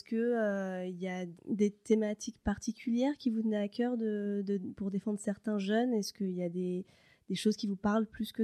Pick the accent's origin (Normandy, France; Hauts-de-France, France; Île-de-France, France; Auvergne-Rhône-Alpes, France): Île-de-France, France; Paris; moved away; Moi, je viens de Paris, voilà, c'est terrible, ne me détestez pas.